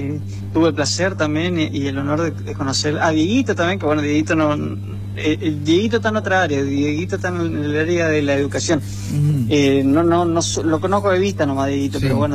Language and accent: Spanish; Argentina